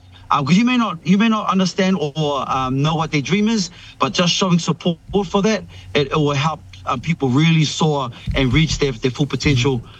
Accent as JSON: {"language": "English", "country": "Niue", "tie": "born or raised there", "said": "my music as a young teenager in Niue and growing up in Niue and having a family band and having mentors"}